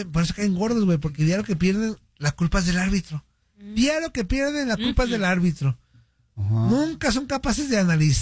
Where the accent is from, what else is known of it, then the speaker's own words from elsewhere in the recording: Argentina; Yo soy argentino.